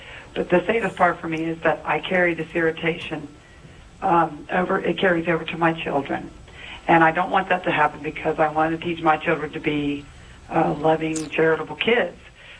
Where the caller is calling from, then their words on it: Walton, Kentucky, United States; I'm from Walton, Kentucky.